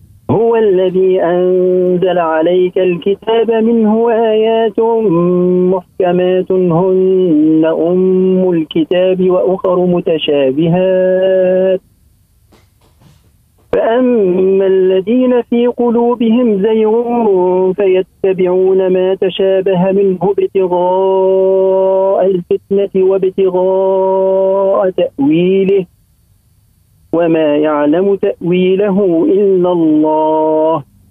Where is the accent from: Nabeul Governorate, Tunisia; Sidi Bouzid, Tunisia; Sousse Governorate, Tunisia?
Nabeul Governorate, Tunisia; Soliman; born there; من سليمان.